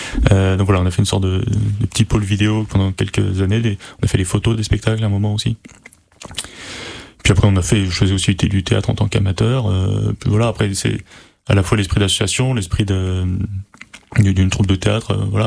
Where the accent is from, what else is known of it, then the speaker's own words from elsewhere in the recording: Paris, Île-de-France, France; moved away; je viens de Paris à la base.